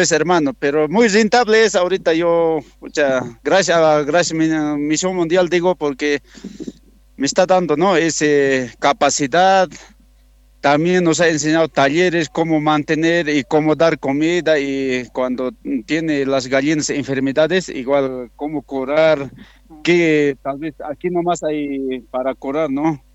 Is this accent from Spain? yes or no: no; Bolivia; now in Villa Candelaria, Bolivia; yo soy de Ayo Panacache, aquí